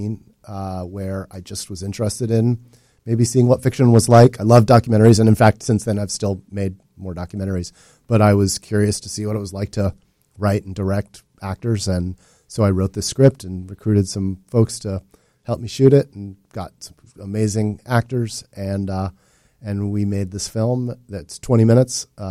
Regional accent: United States; I love America, I'm an American

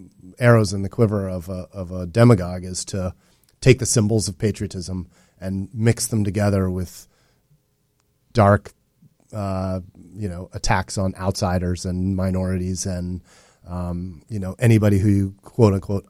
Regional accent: United States; I love America, I'm an American

